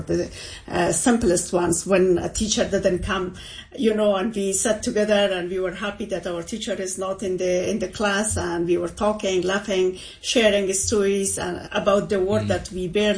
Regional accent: Kabul, Afghanistan; I was born in Kabul city and I lived in different parts of the city, mainly in Chardanau and also in Makroraion later.

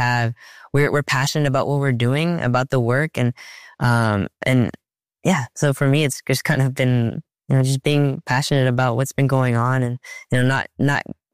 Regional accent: Immokalee, Florida, United States; being a youth growing up in Immokalee, you know, being in the high school system

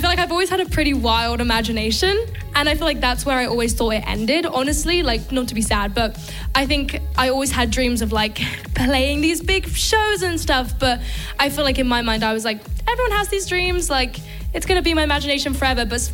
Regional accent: London, United Kingdom; born or raised there

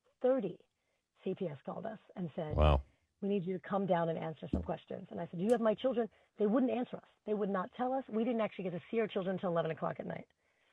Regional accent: Flushing, New York, United States; born or raised there

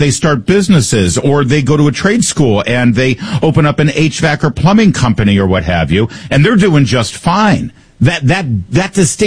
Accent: Plymouth, Michigan, United States; I just mentioned my hometown, Plymouth, Michigan

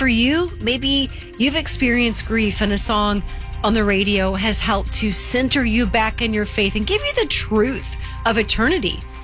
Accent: Texas, United States; You can tell that being a Texan, I've never had to say that before.

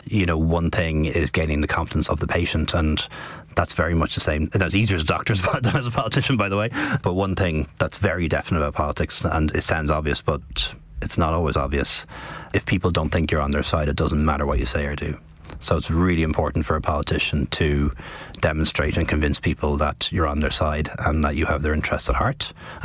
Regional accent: Dublin, Leinster, Ireland; I was the only brown kid with a funny name growing up in West Dublin at the time. It's a very different place now, I can tell you.

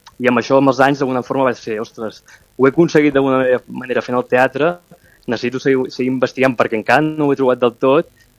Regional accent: Mataró, Catalonia, Spain; i jo que sóc de Mataró i hem amat pirotècnia des de ben petit

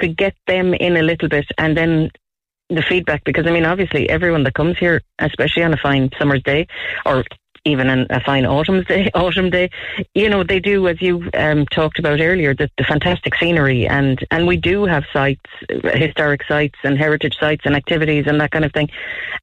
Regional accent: County Clare, Ireland; growing up in the East Clare North Tip region, we always kind of felt like the forgotten cousin in years gone

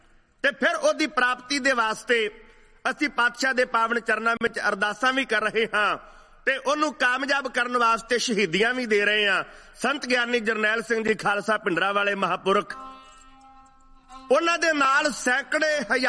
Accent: Punjab, India; now in Canada; ਉੱਥੇ ਇਹ ਧਰਤੀ ਕੈਨੇਡਾ ਦੀ, ਜਿੱਥੇ ਆਪਣੀ ਉਪਜੀਵਿਕਾ ਆਪਣੇ ਪਰਿਵਾਰ ਦੀ ਪਾਲਣਾ ਪੋਸ਼ਣਾ ਕਰਨ ਵਾਸਤੇ ਅਸੀਂ ਪੰਜਾਬ ਤੋਂ ਚੱਲ ਕੇ ਆਏ ਹਾਂ

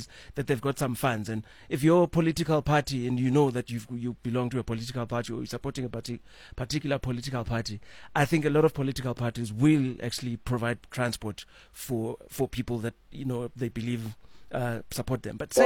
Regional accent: South Africa; as South Africans

